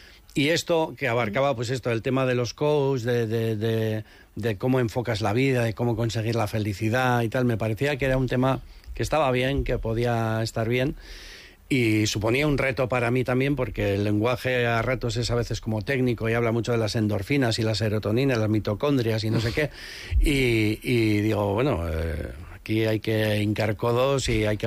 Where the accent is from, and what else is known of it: Errenteria, Basque Country, Spain; also born or lived in San Sebastián